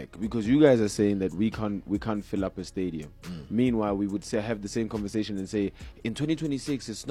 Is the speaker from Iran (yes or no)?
no; South Africa